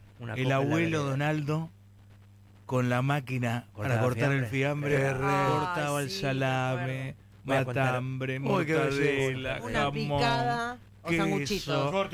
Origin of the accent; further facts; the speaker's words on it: Buenos Aires, Argentina; born there; also born or lived in Valentín Alsina; De Liniers, pero nací en Valentín Alsina.